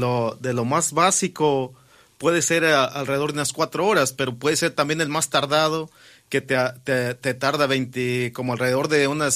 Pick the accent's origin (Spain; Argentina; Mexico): Mexico; San José de Tateposco, Jalisco; Soy de Jalisco, de un pueblito que se llama San José de Tateposco, municipio de Cocula.